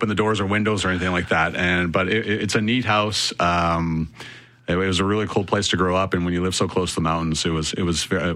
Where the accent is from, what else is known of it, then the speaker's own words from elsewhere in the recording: Cochrane, Alberta, Canada; also born or lived in Calgary; Born in Calgary, Alberta. I was raised in Cochrane, Alberta. My parents moved out there when I was 1980 to 9 years old. So then I grew up there.